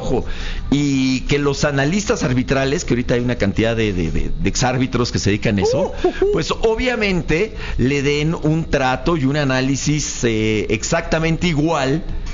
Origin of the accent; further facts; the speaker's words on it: Mexico; así somos también los mexicanos